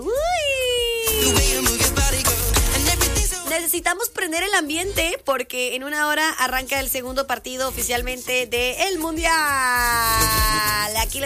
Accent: Guatemala; uno como buen chapín es chute.

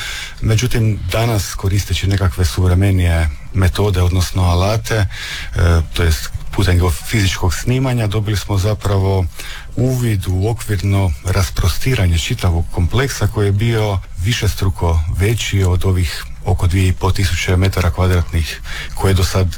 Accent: Istria County, Croatia; kod nas u Istri

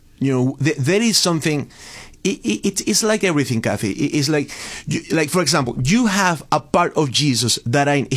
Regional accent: Venezuela; also born or lived in New England / Boston; now in Pittsburgh, United States; I am originally from Venezuela, and my wife and I were in New England, in the New England area, Rhode Island, Connecticut, Massachusetts. We were there for about 10, 12 years.

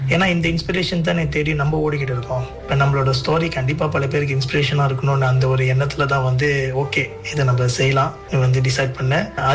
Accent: Seberang Jaya, Penang, Malaysia; பிறந்தது வளர்ந்தது எல்லாமே சப்ராங் ஜயா பிராய் பினாங் என்ற இடத்துல தான்.

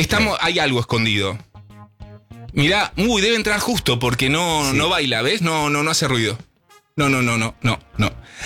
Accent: San Martín, Buenos Aires Province, Argentina; born there; soy nacido en San Martín.

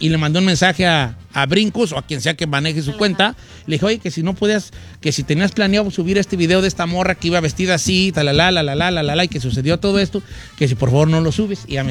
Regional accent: La Sauceda, Mexico; Y yo andaba en la Sauceda, mi pueblo querido, que le mando un abrazo a toda la gente. Qué bonito cariño de recibir de la gente de mi pueblo.

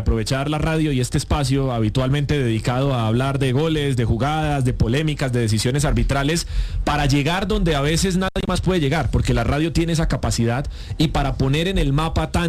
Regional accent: Colombia; todos nosotros como colombianos

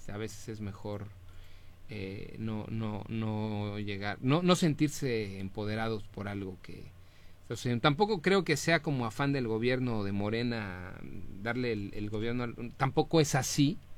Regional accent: Mexico; hay que entender como mexicanos

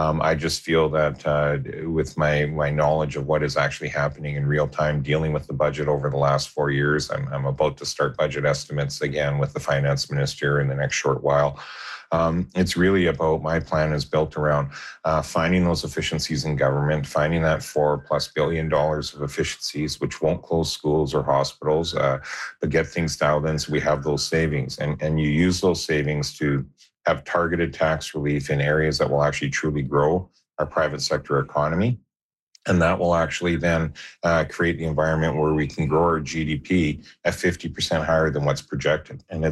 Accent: Kamloops, British Columbia, Canada; I think it's because I'm from the Kamloops area and I have that interior pragmatism and common sense to me

